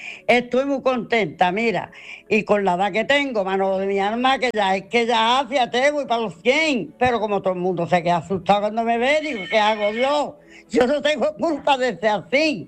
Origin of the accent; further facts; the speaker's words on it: Andalusia, Spain; porque soy una andaluza y quiero Andalucía entera, España y todos los sitios que he estado yo